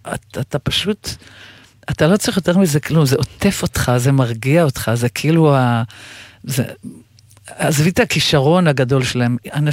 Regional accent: Central District, Israel; born there; אני בת הדרום, אני נולדתי במושב חצב ליד גדרה

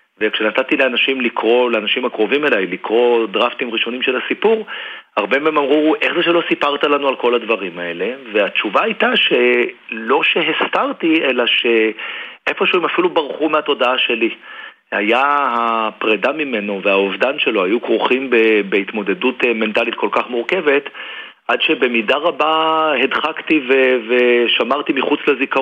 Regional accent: Jerusalem, Jerusalem District, Israel; moved away as an adult; also born or lived in United States; אני ירושלמי, גדלתי בירושלים, ואומנם אחר כך הרחקתי עד לצידו השני של האוקיינוס וחייתי הרבה שנים בארצות הברית, ועכשיו אני חי בישראל, אבל בעיר אחרת.

